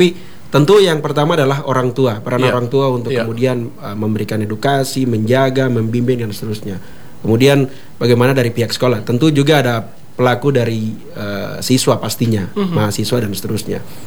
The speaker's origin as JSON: {"language": "Indonesian", "region": "Papua", "country": "Indonesia", "said": "kita sebagai anak-anak Papua"}